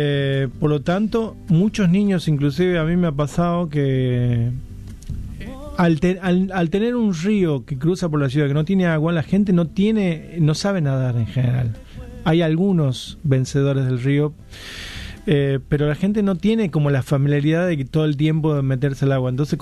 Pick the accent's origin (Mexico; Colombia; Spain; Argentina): Argentina; Frías, Santiago del Estero; El mejor jugador de básquet para muchos que ha dado mi pueblo natal, Frías.